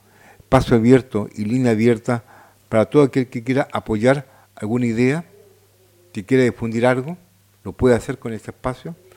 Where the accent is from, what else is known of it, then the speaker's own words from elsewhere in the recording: Quillota, Valparaíso, Chile; tenemos que defender nuestros derechos como quillotanos